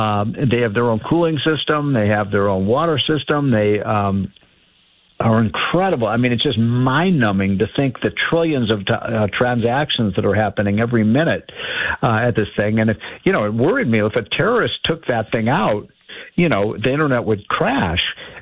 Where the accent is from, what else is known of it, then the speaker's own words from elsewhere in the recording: Chicago, Illinois, United States; now in New York, United States; I love living in Manhattan. I'm from Chicago, one of the great cities of all time.